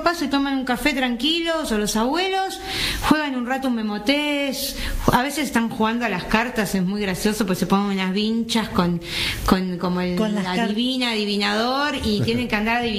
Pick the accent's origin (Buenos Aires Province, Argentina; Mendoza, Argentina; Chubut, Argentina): Buenos Aires Province, Argentina; Tigre; Sí, yo soy de Tigre, Benavides